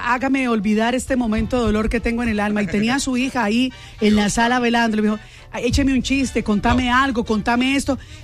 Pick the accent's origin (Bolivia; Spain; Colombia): Colombia; así somos los colombianos